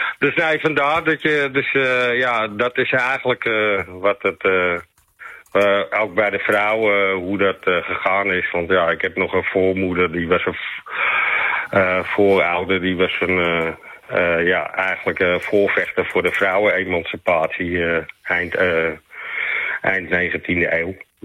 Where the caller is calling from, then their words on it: Amsterdam, North Holland, Netherlands; we zijn Amsterdammers.